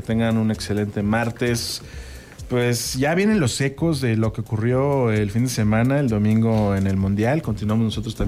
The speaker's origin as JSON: {"language": "Spanish", "country": "Mexico", "said": "nosotros como mexicanos"}